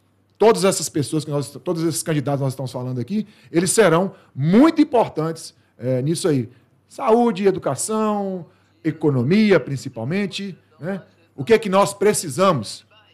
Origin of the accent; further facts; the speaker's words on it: Minas Gerais, Brazil; Como bom mineiro, né?